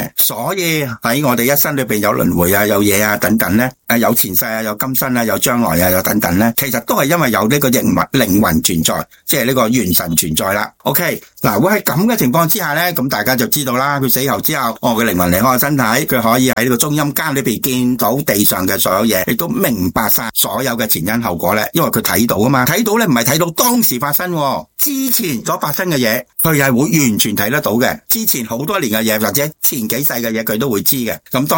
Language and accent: Cantonese; China; 所以我哋中国人有讲18年后一条好汉啊嘛